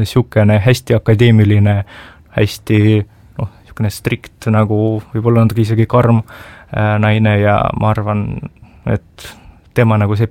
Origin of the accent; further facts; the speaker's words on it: Ida-Viru County, Estonia; Kuna ma ise kasvasin Ida-Virumal ja ma saan Ida-Viruma inimestest hästi aru